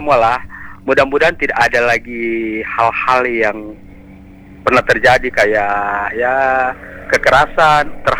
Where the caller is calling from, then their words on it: Manado, North Sulawesi, Indonesia; Mungkin itu aja dulu dari saya, dari Manado, Sulawesi Utara.